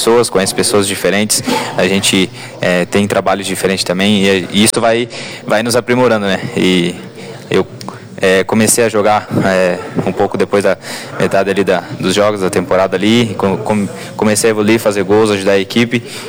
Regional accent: Francisco Beltrão, Paraná, Brazil; born there; Como eu sou de Francisco Beltrão, conheço a maioria das pessoas, a maioria dos torcedores, vivi dentro desse ginásio.

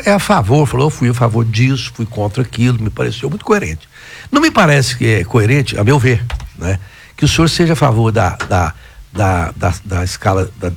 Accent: Rio Verde, Goiás, Brazil; Ficava lá na pracinha, na pracinha de Rio Verde, lá na pracinha Gonzaga Jaime, engraxando sapato.

